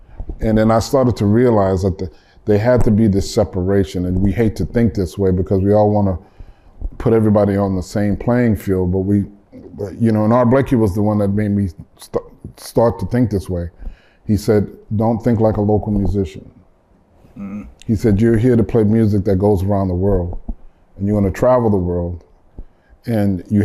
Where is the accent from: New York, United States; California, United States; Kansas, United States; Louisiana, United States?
Louisiana, United States; New Orleans; You know, I grew up in New Orleans.